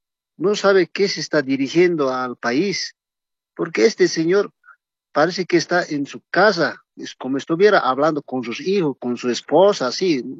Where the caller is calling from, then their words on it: Muñecas Province, La Paz, Bolivia; Estoy llamando de aquí, Departamento de la Paz de Provincia Muñecas.